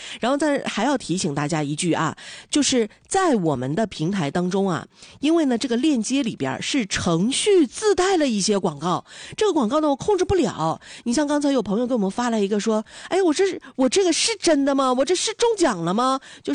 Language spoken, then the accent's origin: Chinese; Dalian, Liaoning, China; 是啊，必须是啊，小子前就在大连出生的，但是我籍贯上写的是山东老家，然后长大了以后，我爸我妈还带我回了一趟山东老家。